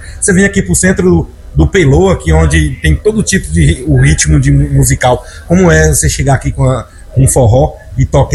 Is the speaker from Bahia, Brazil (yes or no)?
yes; Serra do Ramalho, Bahia, Brazil; nós somos de Serra do Ramalho, a terra da vaquejada.